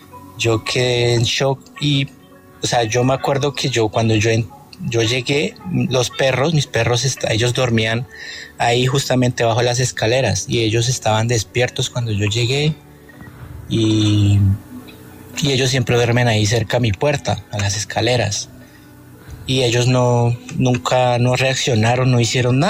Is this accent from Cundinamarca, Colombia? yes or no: yes; Tabio, Cundinamarca, Colombia; Eso fue en el año 2011, en Tabio. Yo soy de Tabio.